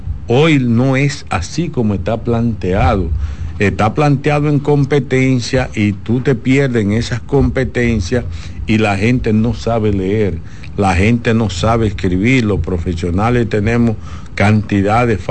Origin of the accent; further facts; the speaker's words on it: Dominican Republic; somos los mismos dominicanos